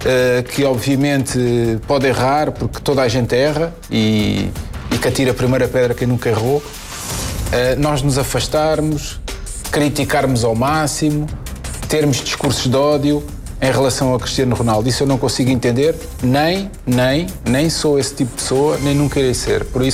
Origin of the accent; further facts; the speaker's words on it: Portugal; como português que sou